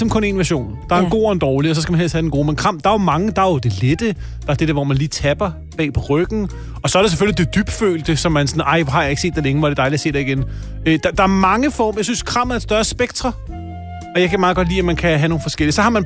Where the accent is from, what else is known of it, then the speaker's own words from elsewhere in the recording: Zealand, Denmark; at du kommer fra Jylland, og jeg kommer fra Sjælland.